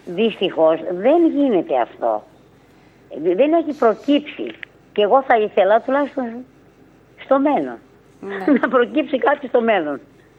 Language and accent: Greek; Pyrgos, Western Greece, Greece; είμαι πυριώτησα και το έχω αποδείξει.